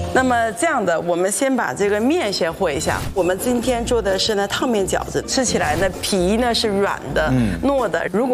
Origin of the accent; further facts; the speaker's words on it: Yingkou, Liaoning, China; 我是来自东北辽宁营口，